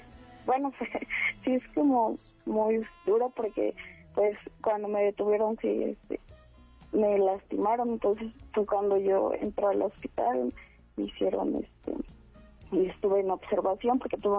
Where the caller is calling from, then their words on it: Atlautla, State of Mexico, Mexico; Desde el municipio de Atlautla, Estado de México.